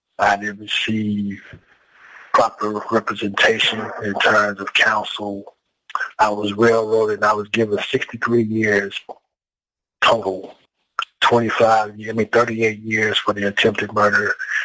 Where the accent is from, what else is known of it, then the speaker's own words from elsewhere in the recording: Gary, Indiana, United States; I'm originally from Gary, Indiana.